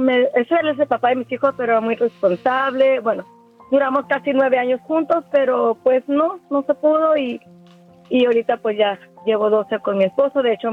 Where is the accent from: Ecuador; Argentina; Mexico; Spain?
Mexico; Sinaloa; Ah, claro que sí. Soy de Sinaloa.